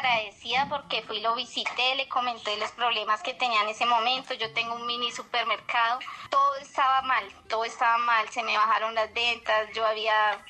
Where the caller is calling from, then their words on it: La Mesa, Cundinamarca, Colombia; Acá de la Mesa Cundinamarca, profesor.